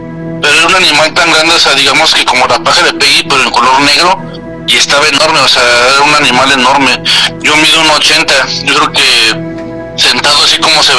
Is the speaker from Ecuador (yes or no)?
no; Saltillo, Coahuila, Mexico; yo soy de Saltillo, Coahuila. Yo viví mucho tiempo en Coahuila, y lo que es allí en Parras y Ramos Arizpe, se contaban muchas historias de brujas.